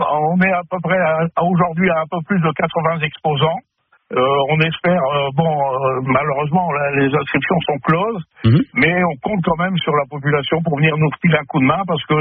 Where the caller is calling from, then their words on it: Cassel, Hauts-de-France, France; j'appelle de Cassel